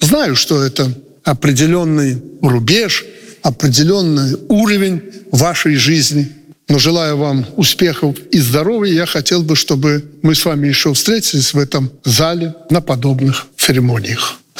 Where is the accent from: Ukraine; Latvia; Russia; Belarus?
Belarus